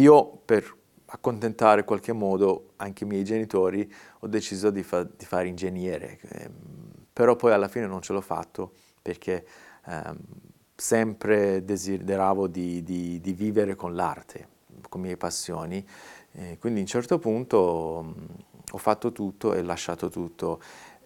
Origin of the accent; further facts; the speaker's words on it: Isfahan, Iran; born there; Italian is a second language; sono nato in Iran, per preciso a Isfahan, la città d'arte dell'Iran, la città centrale in Iran.